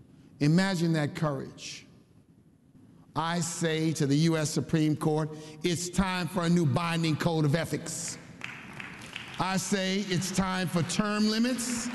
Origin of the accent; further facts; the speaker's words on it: United States; I was born in a segregated hospital, and I grew up as a boy in a segregated city, one that was more than 40% black